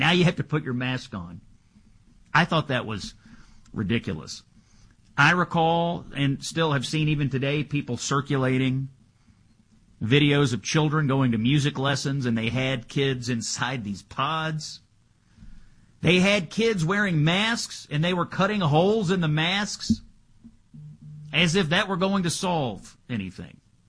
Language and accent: English; Kentucky, United States; Rand Paul, my home state senator, from Kentucky, by the way